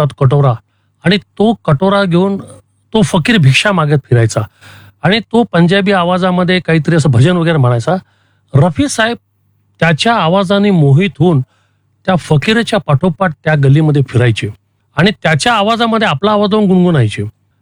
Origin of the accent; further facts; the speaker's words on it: Lasalgaon, Maharashtra, India; माझा जन्म लासलगावला झाला आणि मी दुसरी तिसरीत असताना लासलगावला आमच्या घरासमोर आरजू सिनेमा लागलेला होता, कमलाकर थिएटर.